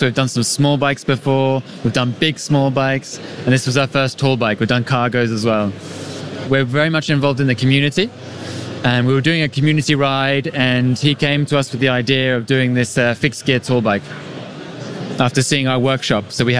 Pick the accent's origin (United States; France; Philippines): France; English is a second language